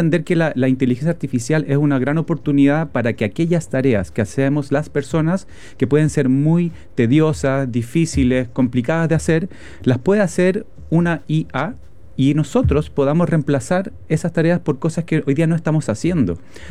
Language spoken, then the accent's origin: Spanish; Santiago, Santiago Metropolitan Region, Chile; also born or lived in London / Germany / Brazil